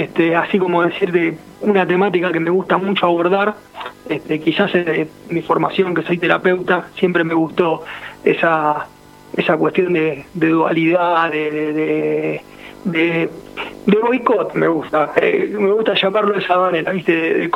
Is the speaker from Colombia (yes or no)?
no; Villa Madero, Buenos Aires Province, Argentina; Me crié en Villa Madero y sostengo Villa Madero.